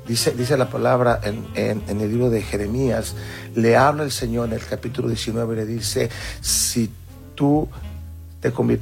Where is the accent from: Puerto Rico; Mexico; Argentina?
Mexico; somos de México, del país.